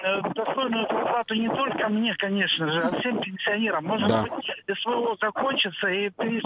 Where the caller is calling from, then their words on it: Saint Petersburg, Russia; Я звоню из Санкт-Петербурга.